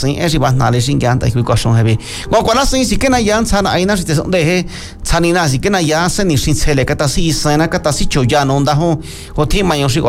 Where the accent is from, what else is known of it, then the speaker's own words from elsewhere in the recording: Mexico; first language Mazatec; Spanish is a second language; nuestra lengua materna, mazateca